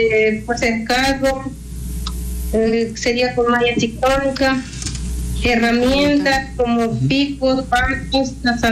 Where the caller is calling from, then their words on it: Mexico; De aquí, de la comunidad de Jacomonco